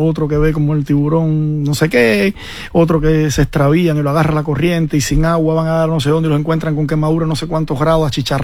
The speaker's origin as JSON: {"language": "Spanish", "country": "Cuba", "tie": "born or raised there", "moved": "yes", "said": "En Cuba, en mi pueblo ahí, uno de los líderes más grandes o que más mediático era en la oposición en Cuba era de mi pueblo"}